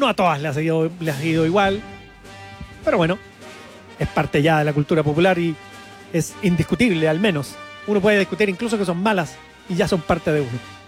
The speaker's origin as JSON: {"language": "Spanish", "country": "Chile"}